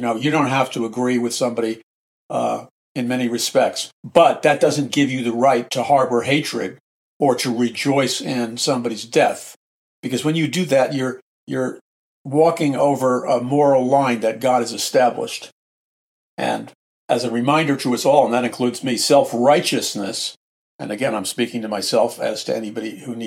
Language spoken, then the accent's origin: English; New York City, New York, United States; All my life growing up in New York City, and New York City